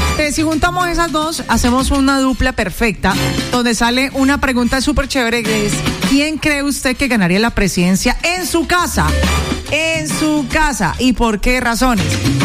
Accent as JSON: {"language": "Spanish", "country": "Colombia", "said": "Aparte, esto es algo que como colombianos lo tenemos."}